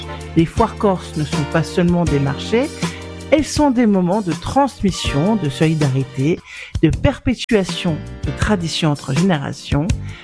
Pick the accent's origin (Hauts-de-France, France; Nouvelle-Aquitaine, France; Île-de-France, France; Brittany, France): Brittany, France; en tant que bretonne